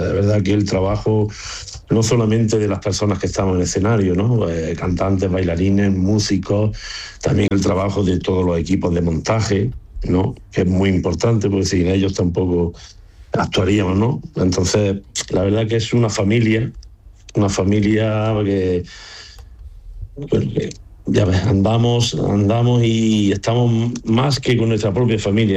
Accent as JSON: {"language": "Spanish", "region": "Andalusia", "country": "Spain", "said": "somos de distintos pueblos de Granada, de Jaén, pero bueno, la orquesta realmente los que más somos de Granada."}